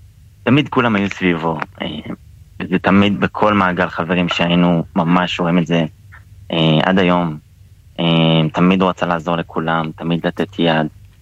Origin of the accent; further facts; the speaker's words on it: Tel Aviv, Tel Aviv District, Israel; born there; שנה אחר כך כבר עברנו לאותו בית ספר, גדלנו יחד בעירוני ד', היינו ביחד בכיתה